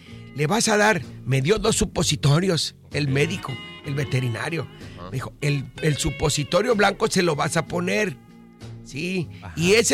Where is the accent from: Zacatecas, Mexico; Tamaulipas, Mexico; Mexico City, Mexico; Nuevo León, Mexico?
Zacatecas, Mexico; now in Tijuana, Mexico; yo soy de Zacatecas. De Zacatecas, Zacatecas.